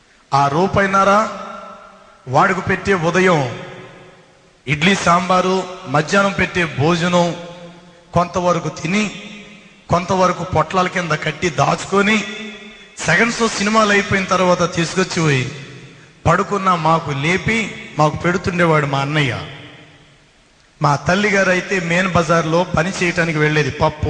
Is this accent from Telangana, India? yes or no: no; Rajahmundry, Andhra Pradesh, India; మా స్వగ్రామం Rajahmundry మస్జీద్ centre, Jampeta మస్జీద్ centre. ఇప్పటికి కూడా మా బంధువులు చాలామంది, కొందరు ఆ మస్జీద్కి వెళ్తున్న వారు ఉన్నారు.